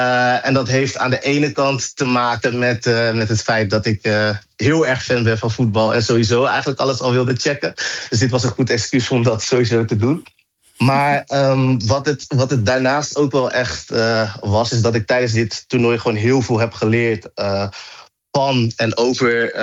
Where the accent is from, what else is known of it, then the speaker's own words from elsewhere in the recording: Netherlands; Ik ben zelf, ik heb zelf een Ghanese achtergrond. Ik ben in Nederland opgegroeid, maar mijn roots liggen in Ghana.